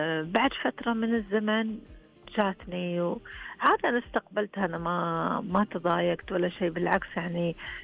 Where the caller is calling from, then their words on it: Eastern Province, Saudi Arabia; عندنا في الشرقية